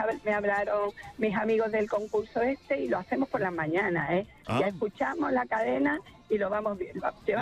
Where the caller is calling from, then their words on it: Málaga, Andalusia, Spain; Soy de Málaga capital, sí, pero llevo una semana aquí por vuestras tierras gallegas, porque ajá, tengo amigos aquí desde hace más de 25 años.